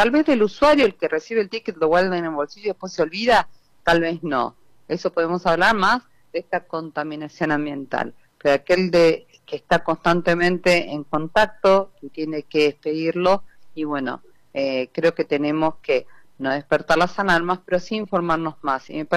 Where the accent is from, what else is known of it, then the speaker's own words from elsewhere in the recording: San Martín de los Andes, Neuquén, Argentina; moved away; de donde vengo yo, de San Martín de los Andes